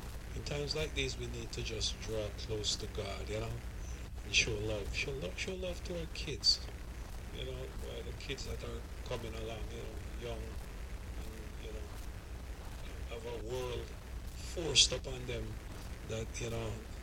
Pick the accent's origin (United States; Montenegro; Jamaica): Jamaica; we are from Jamaica